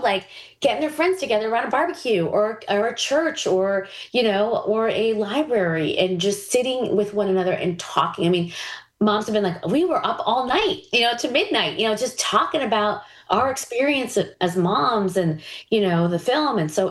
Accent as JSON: {"language": "English", "region": "New York", "country": "United States", "said": "I'm a New Yorker."}